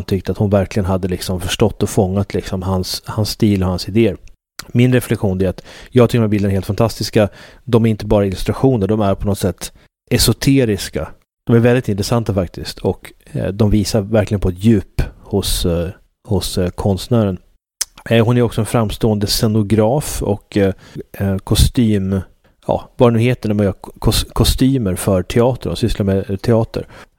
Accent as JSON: {"language": "Swedish", "country": "Sweden", "said": "Man är ju avundsjuk som svensk."}